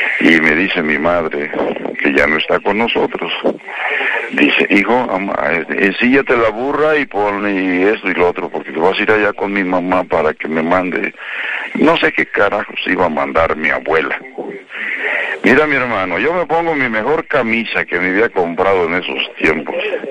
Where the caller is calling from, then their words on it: Amatepec, State of Mexico, Mexico; está a unos 2000 y fracción metros sobre el nivel del mar. Estamos, aquí somos Estado de México